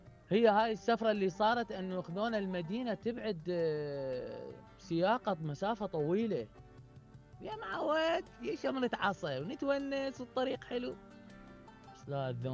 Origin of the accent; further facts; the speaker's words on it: Iraq; now in Canada; انا عراقي اصلي.